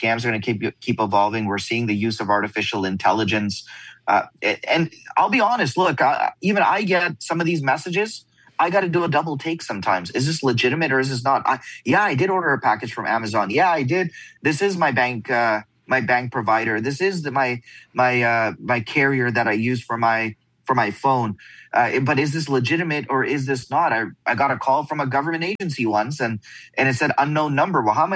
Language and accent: English; Canada; we're two guys from Canada out in the US